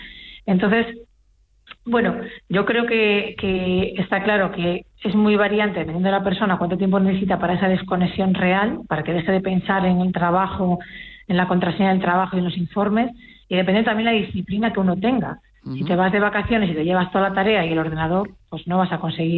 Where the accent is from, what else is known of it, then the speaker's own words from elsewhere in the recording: Galicia, Spain; Los gallegos acuden, como gallega que soy, muchos de ellos